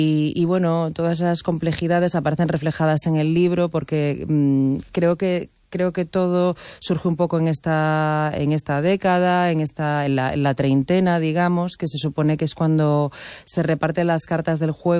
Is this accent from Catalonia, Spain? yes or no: no; Galicia, Spain; now in Madrid, Spain; A mí, cuando me pregunta de dónde soy, siempre digo que soy súper gallega, porque la verdad es que no sé si es por una especie de adicción a mi tierra, pero el acento nunca se termina de marchar